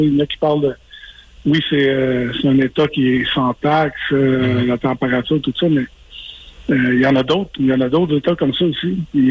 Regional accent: Quebec, Canada; étant donné que je suis Québécois, ben, je l'entends parler

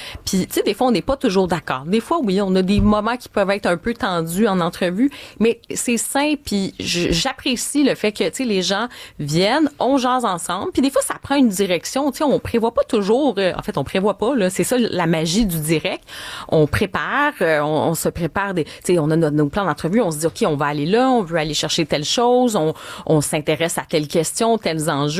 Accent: Quebec, Canada; je suis québécoise, puis j'ai le Québec qui est tatoué, puis j'appartiens à cette société. Mais le fait d'avoir un pied en Europe, un pied ici au Québec

